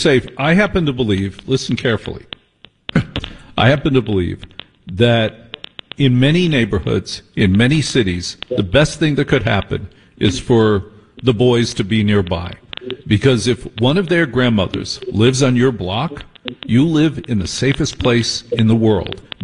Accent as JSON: {"language": "English", "region": "New Jersey", "country": "United States", "tie": "born or raised there", "said": "I grew up in Jersey, so I understand the dynamic of the boys and the civilians."}